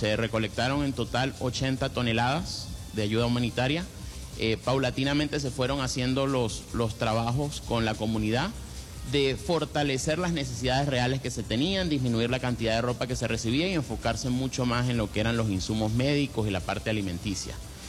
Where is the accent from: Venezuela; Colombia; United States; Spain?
Venezuela; Como venezolanos todos estamos muy sentidos por lo ocurrido